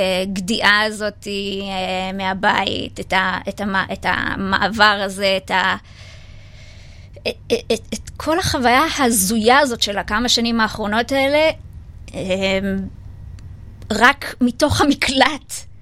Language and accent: Hebrew; Northern District, Israel; now in Tel Aviv, Israel; אני גדלתי בתור ילדה בצפון